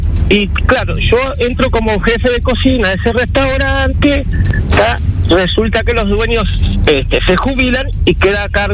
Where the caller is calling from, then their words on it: Uruguay; yo soy morochito, viste, soy uruguayo morochito.